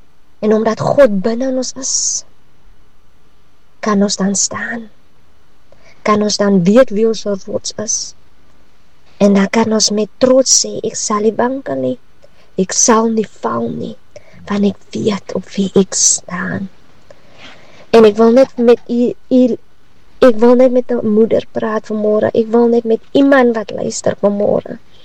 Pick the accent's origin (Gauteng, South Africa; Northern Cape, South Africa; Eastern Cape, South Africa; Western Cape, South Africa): Western Cape, South Africa; Klawer; ek is alipad van Klawer en ek dien by Volle Evangelie Kerk in Klawer.